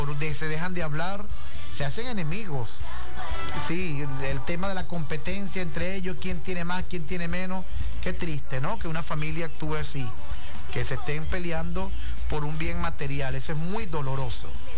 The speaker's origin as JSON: {"language": "Spanish", "country": "Venezuela", "said": "como somos los venezolanos"}